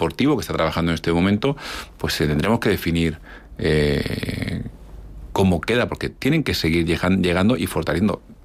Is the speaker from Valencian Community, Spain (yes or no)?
yes; Cox, Valencian Community, Spain; Pues no, soy de Alicante, de Cox, ahí de la Vega Baja